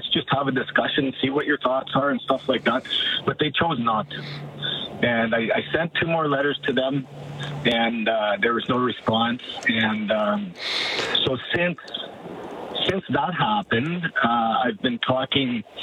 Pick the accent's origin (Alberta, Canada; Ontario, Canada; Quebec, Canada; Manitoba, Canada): Alberta, Canada; St. Paul; So St. Paul is my hometown, Courtney. Mm-hmm. Growing up in St. Paul, my relatives, my uncles, my aunties, my grandparents, great uncles and aunts and stuff like that, they always talked about St. Paul the Métis and how it was taken.